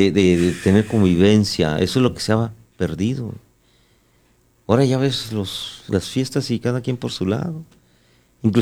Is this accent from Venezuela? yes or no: no; Mexico; bueno, somos mexicanos, estamos alegando la soberanía. Pues esa soberanía quiere decirse que te tienes que sentir orgulloso de que eres mex